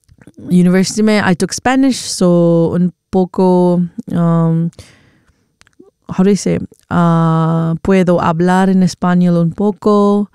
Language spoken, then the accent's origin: English; Nepal; first language Nepali; English is a second language; I should say Nepali. It's my mother tongue.